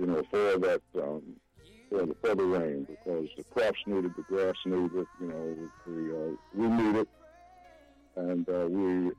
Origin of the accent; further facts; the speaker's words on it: Atlanta, Georgia, United States; now in Detroit, United States; Well, I was born in Atlanta, and then at age 9, my family moved to the city of Detroit and attended the schools here in Detroit at that early age, and then we moved back to Atlanta.